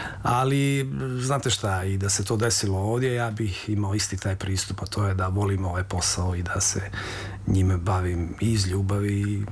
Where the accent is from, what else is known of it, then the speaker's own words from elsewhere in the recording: Bosnia & Herzegovina; ali se ponašala prema meni kao da smo mi negdje odrasli zajedno, negdje u Bosni, odakle sam ja.